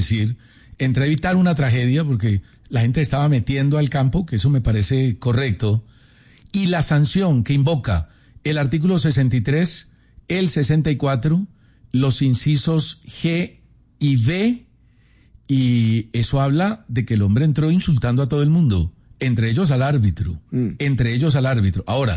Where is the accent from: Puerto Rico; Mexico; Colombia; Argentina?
Colombia; No, no. ¿Pero por qué? Steven, porque somos colombianos.